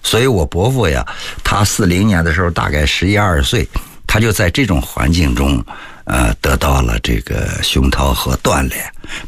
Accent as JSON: {"language": "Chinese", "region": "Hebei", "country": "China", "tie": "born or raised there", "said": "我的老家南山堡村啊，原来在咱们京津冀地区有"}